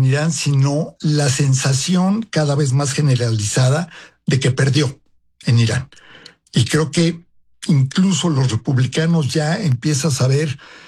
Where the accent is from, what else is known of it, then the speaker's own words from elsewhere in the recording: Mexico; yo me acuerdo hace muchos años que me tocó vivir en la Unión Soviética, Pam, como diplomático mexicano